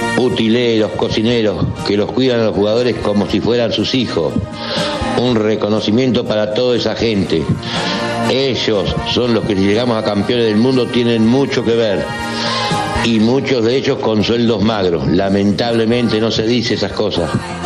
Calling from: Mechongué, Buenos Aires Province, Argentina; de Mechongué

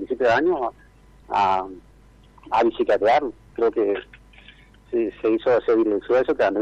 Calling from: Villa Rural El Palmar, Chaco, Argentina; Ah, bueno … ahora de Villasuel del Palmar.

